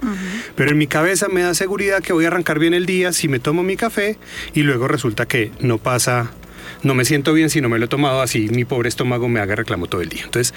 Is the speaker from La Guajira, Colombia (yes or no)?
no; Manizales, Caldas, Colombia; el platico favorito, yo que soy de Manizales, que la bandejita paisa